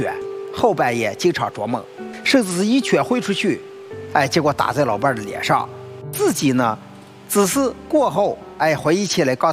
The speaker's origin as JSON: {"language": "Chinese", "country": "China", "said": "我们中国人大概现在15%的睡眠障碍的人就需要就诊"}